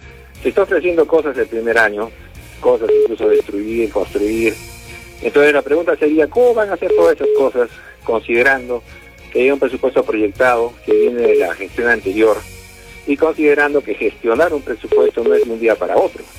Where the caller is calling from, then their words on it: Arequipa, Peru; llamo a la parte baja de Paucarpata.